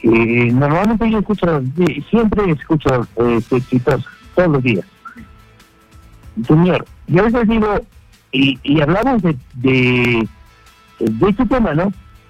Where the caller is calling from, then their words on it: Puno, Peru; le hablo desde Puno.